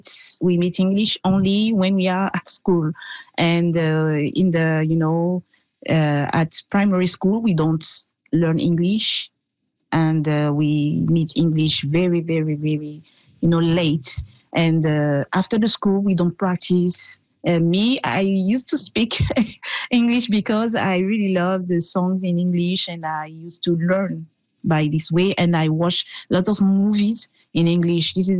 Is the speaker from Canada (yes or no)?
no; Bouaké, Vallée du Bandama, Côte d’Ivoire; born there; English is a second language; Yes, I was born in Ivory Coast in the city named Bouaké in the center. My father is from the north. My mother is from the south. And I was born in the center of Côte d'Ivoire.